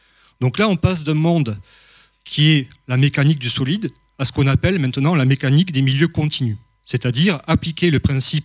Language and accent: French; Montpellier, Occitanie, France; moved away as an adult; now in Lyon, France; je suis natif de Montpellier. J'ai effectué toutes mes études ici. J'ai même soutenu ma thèse de doctorat ici, sous la direction de Fabien Marsh.